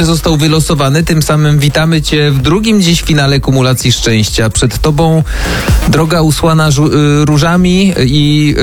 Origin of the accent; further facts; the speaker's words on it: Kraków, Lesser Poland, Poland; Jesteśmy z Krakowa, potargujemy się odrobinę.